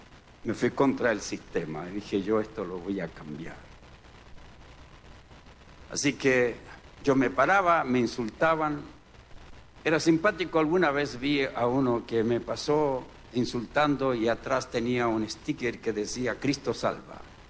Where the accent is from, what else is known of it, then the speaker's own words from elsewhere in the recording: Chile; born there; Así que yo aprendí eso desde chiquito. Yo aprendí que no podía darle dinero a un policía. Nunca pasó por mi mente aquello. porque en Chile no se puede hacer eso.